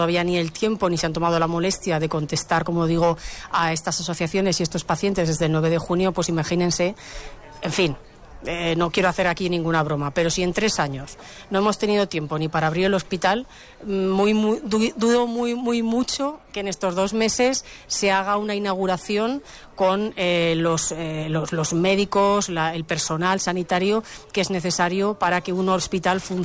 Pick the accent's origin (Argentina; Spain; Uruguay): Spain; La Zaida, Aragon; Pues lo viviré seguramente ya en mi pueblo, estaré ya en la Zaida